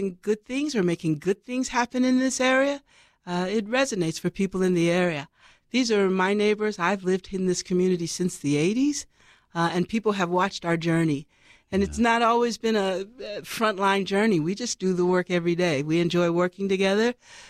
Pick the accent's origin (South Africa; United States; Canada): United States; Los Angeles, California; I'm from South Central Los Angeles